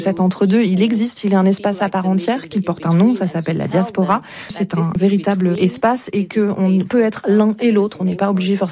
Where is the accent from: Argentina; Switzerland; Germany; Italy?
Germany; Et moi, j'ai grandi effectivement avec des gens qui me disaient que j'étais trop noire pour être allemande et qui me disaient qu'il fallait que je rentre chez moi.